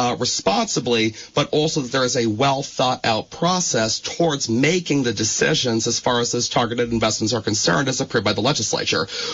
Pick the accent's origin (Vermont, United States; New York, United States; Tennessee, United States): Vermont, United States; Rutland; My very first one was recorded at Peg TV of Rutland City, of all places, my actual my hometown of Rutland County.